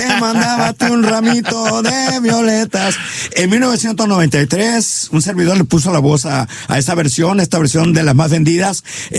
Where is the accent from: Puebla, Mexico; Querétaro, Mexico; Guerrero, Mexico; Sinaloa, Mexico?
Sinaloa, Mexico; de nuestra tierra, somos de Sinaloa, somos bien abiertos y somos muy sinceros.